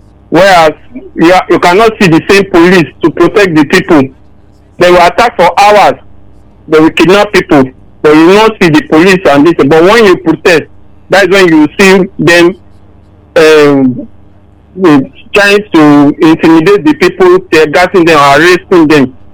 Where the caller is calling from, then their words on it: Lagos, Nigeria; from Lagos.